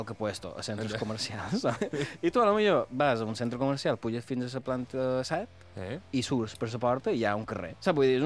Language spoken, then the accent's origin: Catalan; Balearic Islands, Spain; Però bé, no van fer res, perquè com que som mallorquins, doncs...